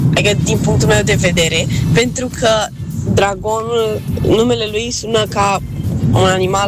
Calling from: Bucharest, Romania; din București, am 12 ani

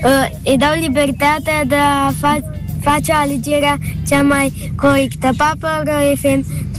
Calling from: Bucharest, Romania; sunt un loc din București, am 9 ani

